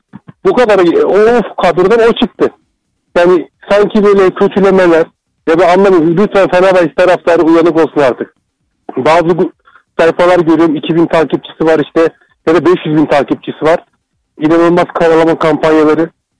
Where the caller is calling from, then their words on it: Istanbul, Turkey; İstanbul'dan.